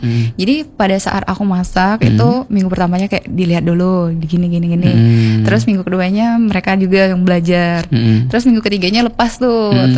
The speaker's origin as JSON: {"language": "Indonesian", "region": "South Sumatra", "country": "Indonesia", "moved": "yes", "said": "kita dari ini, dari benar-benar dari Upang, dari Sumatera."}